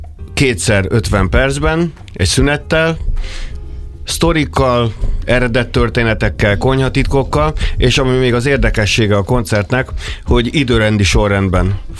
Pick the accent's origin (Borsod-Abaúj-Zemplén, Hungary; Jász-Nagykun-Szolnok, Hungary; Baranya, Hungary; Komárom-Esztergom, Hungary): Baranya, Hungary; Komló; moved away as an adult; now in Budapest, Hungary; ami szintén egy ilyen ipari város, mint amilyen Komló volt, ahol én felnőttem.